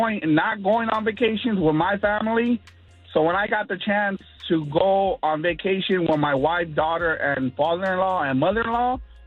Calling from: Pico Rivera, California, United States; I'm calling from Pico Rivera.

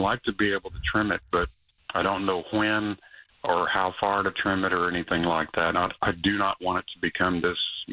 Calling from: Adkins, Texas, United States; I'm calling from Adkins over in East Bear County.

